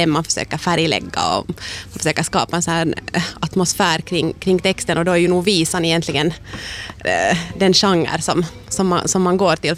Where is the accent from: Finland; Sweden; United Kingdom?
Finland; Porvoo, Uusimaa; Jag kommer från Borgå då. Och varit aktiv med visor alltså ända sedan kanske 15-20 års ålder när jag började spela där i trakten.